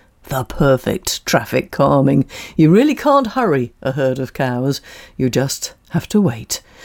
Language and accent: English; South West England, United Kingdom; when I was growing up in Somerset, most of the farms were dairy farms